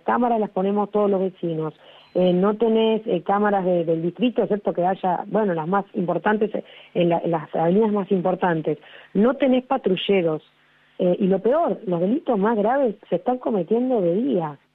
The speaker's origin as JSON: {"language": "Spanish", "town": "Quilmes", "region": "Buenos Aires Province", "country": "Argentina", "tie": "born or raised there", "said": "es lo que yo conozco, que es mi distrito, donde vivo desde que nací, porque si bien, o sea, yo nunca me fui de Quilmes, y el barrio cerrado en el que viví también era en Quilmes."}